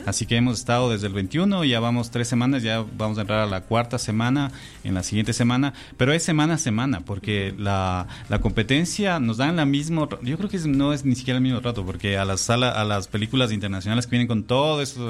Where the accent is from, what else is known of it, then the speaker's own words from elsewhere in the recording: Ecuador; para nosotros como ecuatorianas